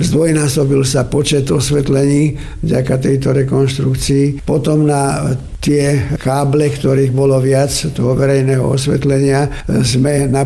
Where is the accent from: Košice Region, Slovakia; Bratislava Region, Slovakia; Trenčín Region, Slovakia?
Trenčín Region, Slovakia; Radobica; also born or lived in Záhorie; Ja som sa narodil na Záhorí a ako 6-ročný sme prišli do Radobice a nastúpil som tu do základnej školy.